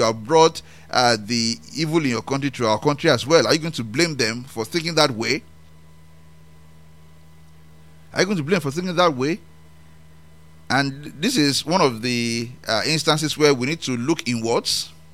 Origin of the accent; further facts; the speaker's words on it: Nigeria; And I'm a Nigerian, but I want to make those points as well.